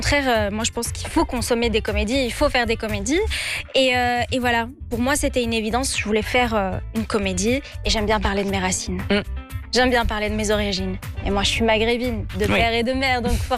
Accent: Belgium; on est belge. On a des nationalités, il y en a qui ont grandi en Belgique, qui sont nés en Belgique, enfin voilà, on vient de partout de l'Occident, et puis en fait on a des racines maghrébines

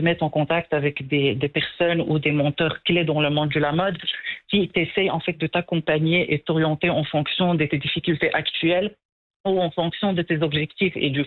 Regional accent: Morocco; Mais en tant que Marocain, moi, c'est vraiment ce qui m'intéresse

